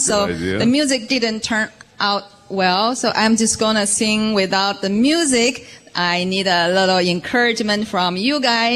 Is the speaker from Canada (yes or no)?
no; Northeast China, China; moved away as an adult; I am from the northeast China originally. Have been on the island for 23 years.